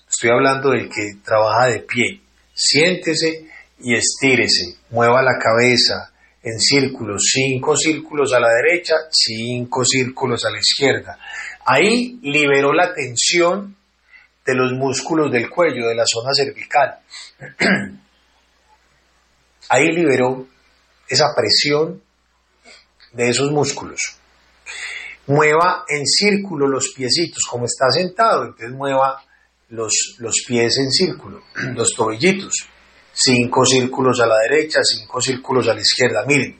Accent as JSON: {"language": "Spanish", "country": "Colombia", "said": "acá somos muy colombianos. Entonces, acá les decimos peos."}